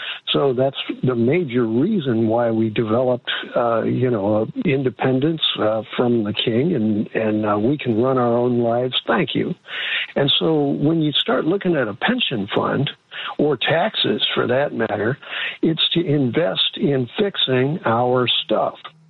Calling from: St. Louis, Missouri, United States; I'm from St. Louis, state of Missouri

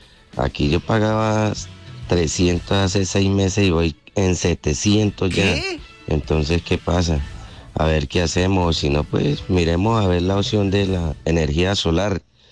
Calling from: Campoalegre, Huila, Colombia; aquí en Campo Alegre, les hablo desde Campo Alegre.

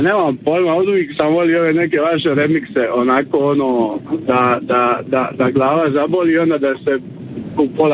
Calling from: Korčula, Dubrovnik-Neretva County, Croatia; Evo, kogod dođe tu kod nas na Korčulu, svi, ajme, kako je tu vama skupa. Ja kažem njima, ljudi moji, mi tu živimo 365 dana u godini

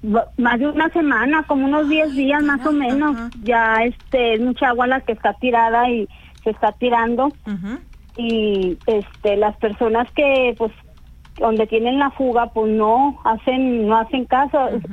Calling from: Coahuila, Mexico

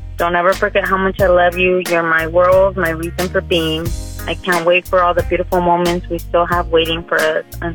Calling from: Riverside, California, United States; I'm calling from Riverside.

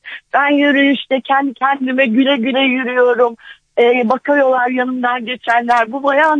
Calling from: Istanbul, Turkey; İstanbul Kurtköy ve şu anda yürüyüşteyim.

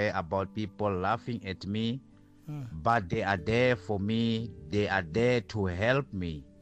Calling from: Springfontein, Free State, South Africa; in Springfontein.

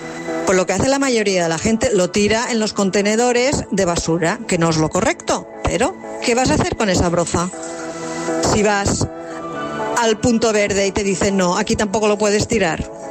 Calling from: Palma, Balearic Islands, Spain; de Génova.

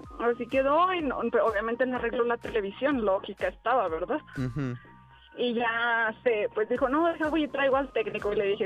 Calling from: Guadalajara, Jalisco, Mexico; De Guadalajara, Jalisco.

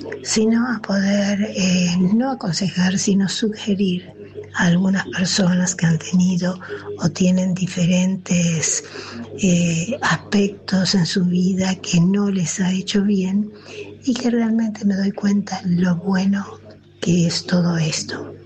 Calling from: San Martín, Buenos Aires Province, Argentina; de San Martín.

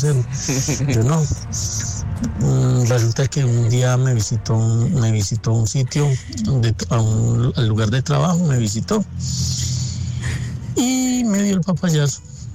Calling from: Manizales, Caldas, Colombia; Les saludo desde Manizales.

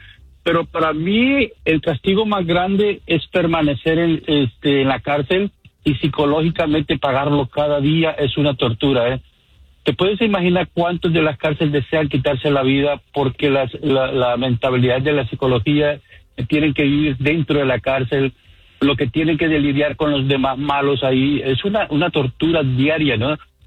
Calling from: New Jersey, United States; Ya aquí desde Nueva Jersey saludándote.

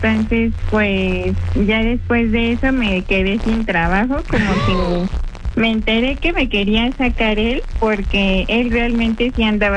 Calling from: Álvaro Obregón, Mexico City, Mexico; Soy del Álvaro Obregón

